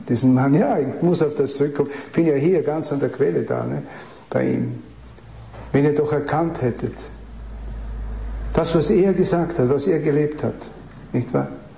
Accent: Styria, Austria; also als Steirer, wissen Sie, das ist ja unglaublich.

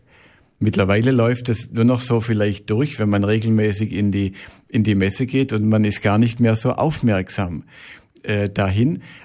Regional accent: Swabia, Germany; Ich bin ja Schwabe und das weiß man wahrscheinlich auch in der Schweiz, dass die Schwaben dafür bekannt sind

